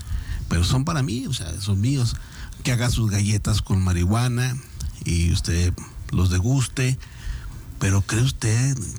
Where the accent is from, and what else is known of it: Mexico